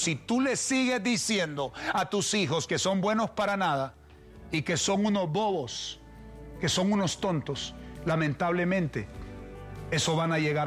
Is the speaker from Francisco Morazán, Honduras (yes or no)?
yes; Tegucigalpa, Francisco Morazán, Honduras; now in San Pedro Sula, Honduras; Soy de Tegucigalpa, aunque vivo en San Pedro Sula. Vengo del reparto por arriba, la Guillén.